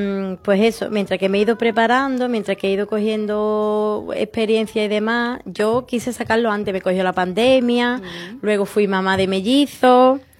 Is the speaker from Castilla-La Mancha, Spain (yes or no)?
no; Almonte, Andalusia, Spain; en mi pueblo, en Almonte.